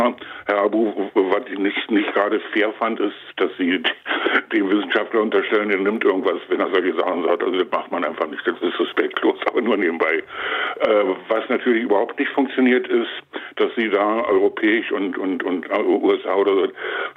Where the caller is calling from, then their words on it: Saxony-Anhalt, Germany; Ich komme aus Sachsen-Anhalt.